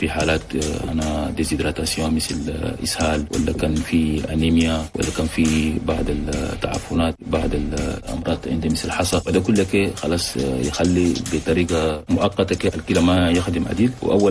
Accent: Chad; وفي سبب كذلك يعني كثير قاعد هسه عندنا في تشاد

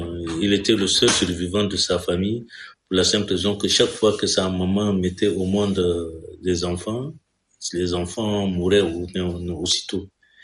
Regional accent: Chad; j'ai fait toute mon enfance à Bangor. J'ai pratiquement grandi donc à Bangor. J'ai fait donc mon parcours scolaire également donc à Bangor.

